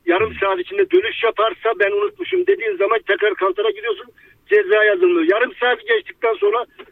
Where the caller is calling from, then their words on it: Sivas, Turkey; Sivas'tan arıyorum.